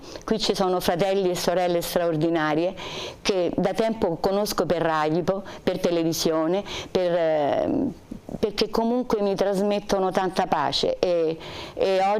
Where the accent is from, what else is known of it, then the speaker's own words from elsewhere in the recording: Rome, Lazio, Italy; salve a tutti e vengo da Roma.